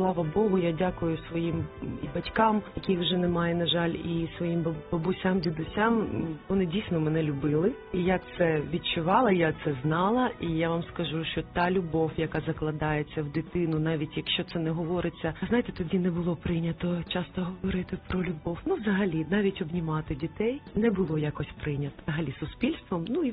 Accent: Kyiv, Ukraine; Я народилася в Києві. В звичайній родині мама викладала в університеті, тато працював в правоохоронних органах. Я навчалася в школі, в українській

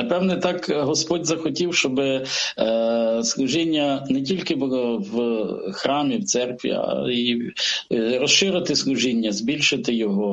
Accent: Lviv Oblast, Ukraine; Я сам родом із Львівської області, тобто виріс в досить такій релігійній побожній родині.

